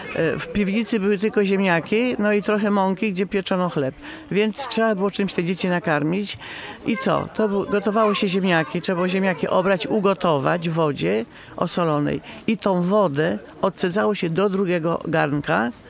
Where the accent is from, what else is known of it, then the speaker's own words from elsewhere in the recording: Samogoszcz, Masovian Voivodeship, Poland; Ja pochodzę ze wsi Samogoszcz, gmina Maciejowice, powiat garwoliński.